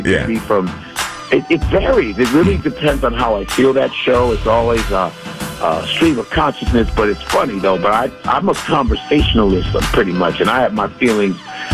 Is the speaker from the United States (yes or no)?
yes; Chicago, Illinois, United States; I'm from Chicago.